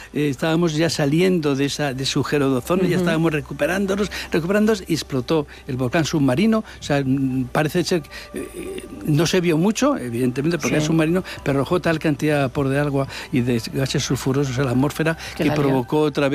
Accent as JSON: {"language": "Spanish", "town": "Madrid", "region": "Community of Madrid", "country": "Spain"}